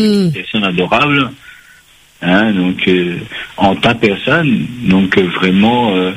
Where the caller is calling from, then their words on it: Réunion; je suis français. Oui. D'accord. Chinois et indien, d'accord. Ok. Et j'ai un métissage que tu connais sur la Réunion.